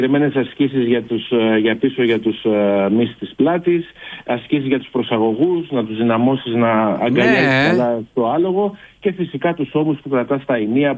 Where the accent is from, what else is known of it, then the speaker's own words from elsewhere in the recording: Peloponnese, Greece; Εγώ είμαι από την Αρκαδία.